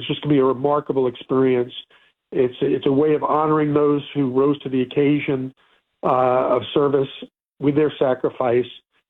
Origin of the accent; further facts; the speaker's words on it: New York, United States; moved away; I'm from New York.